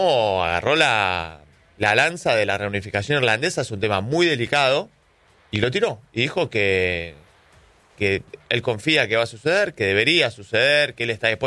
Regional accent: Argentina

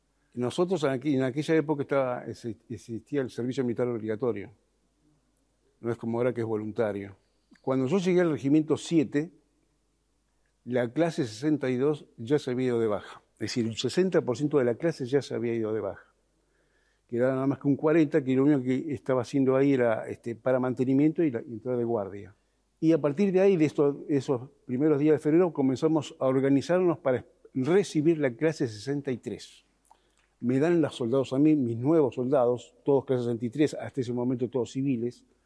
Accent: Temperley, Buenos Aires Province, Argentina; also born or lived in Avellaneda; yo toda mi infancia la pasé en Temperley. Nací en la Avellaneda, en el Hospital Fiorito. Mi abuelo fue alemán

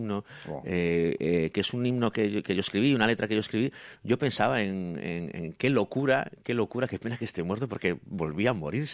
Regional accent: Sanxenxo, Galicia, Spain; pero yo soy de Sanxenxo y mis cuatro abuelos son de Sanxenxo y yo empiezo como periodista en Sanxenxo

